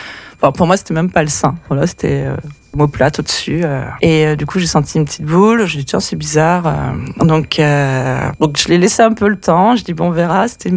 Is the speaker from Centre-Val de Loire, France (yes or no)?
yes; Tours, Centre-Val de Loire, France; moved away as an adult; also born or lived in Drôme; now in Ardèche, France; je suis originaire de Tours, château de la Loire.